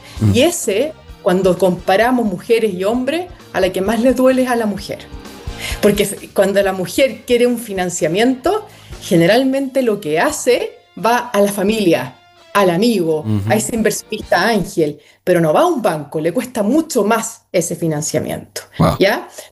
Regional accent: La Calera, Valparaíso, Chile; yo, por ejemplo, soy de La Calera.

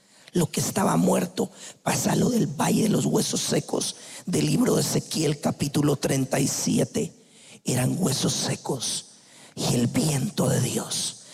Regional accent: Guatemala; Como decimos en mi país, Guatemala

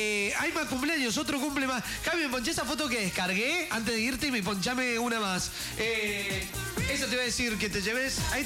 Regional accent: Salto de las Rosas, Mendoza, Argentina; Soy de Salto de las Rosas, San Rafael

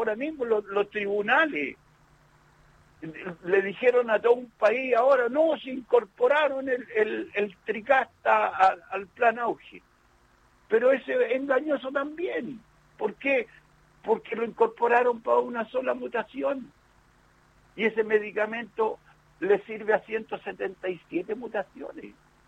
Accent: Chile

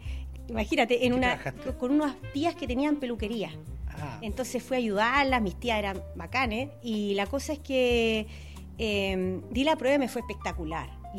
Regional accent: Quilpué, Valparaíso, Chile; born there; also born or lived in Santiago; Y cuando me vine de Santiago, yo dije... voy a volver a Santiago porque amo Santiago. Y nunca volví. Y claro, me enamoré de Quilpué, me enamoré de la región, nunca más quise volver a Santiago.

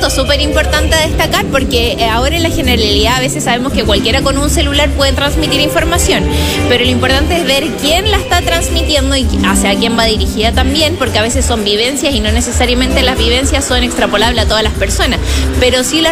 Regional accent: Chile; sobre todo como chileno

